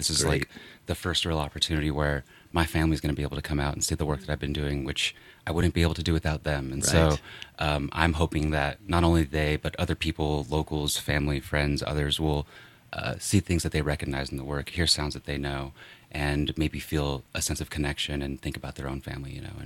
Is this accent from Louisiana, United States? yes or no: no; Los Lunas, New Mexico, United States; also born or lived in Albuquerque, New Mexico / Oakland, California; Yeah, I mean, I grew up in Los Lunas and spent my whole life, I went to UNM and, between Los Lunas and Albuquerque and, New Mexico's home. And I split my time now between, I went out to school into California. So I split my time between Oakland and Los Lunas mostly, but Los Lunas is home.